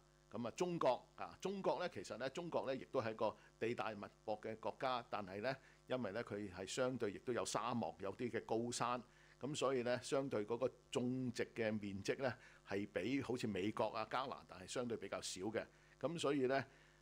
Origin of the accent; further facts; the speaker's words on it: Australia; 呢度值得我哋澳洲人咧自豪啊！